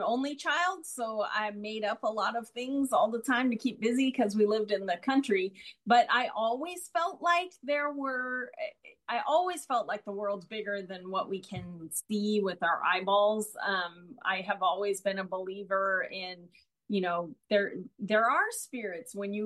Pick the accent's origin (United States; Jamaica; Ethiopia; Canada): United States; San Diego, California; moved away; I was from San Diego. I lived in San Diego